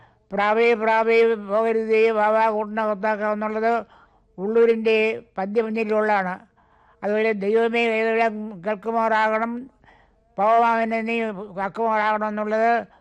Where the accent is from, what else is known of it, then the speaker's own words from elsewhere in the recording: Thiruvananthapuram, Kerala, India; born there; തിരുവനന്തപുരത്ത് ജഗതിയില്ലേ.